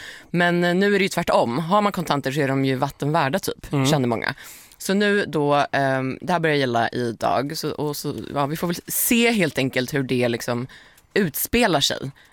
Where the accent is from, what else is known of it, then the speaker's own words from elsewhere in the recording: Malmö, Skåne, Sweden; Eller är det här bara för att jag är från Malmö?